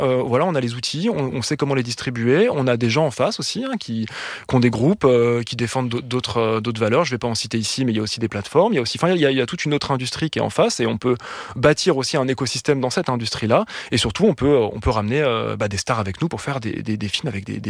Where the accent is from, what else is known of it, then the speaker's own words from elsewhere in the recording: Lyon, Auvergne-Rhône-Alpes, France; Moi, j'ai grandi à Lyon